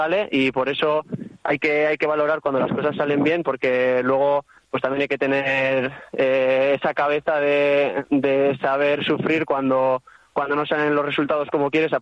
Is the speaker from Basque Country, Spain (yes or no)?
yes; Ermua, Basque Country, Spain; ser chupinero en mi pueblo